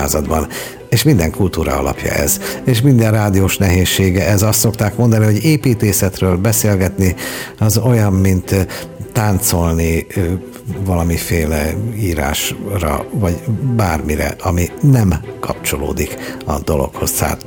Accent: Hungary

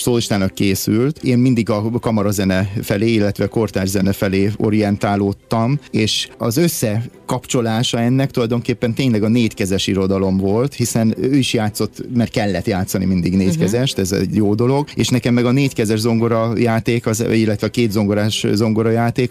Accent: Balassagyarmat, Nógrád, Hungary; hisz volt a balassagyarmati udvarunkban, onnan származom, és volt egy hatalmas nagy diófa, amin volt egy hinta.

